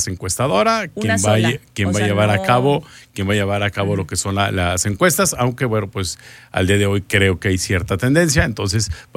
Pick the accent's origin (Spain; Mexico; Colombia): Mexico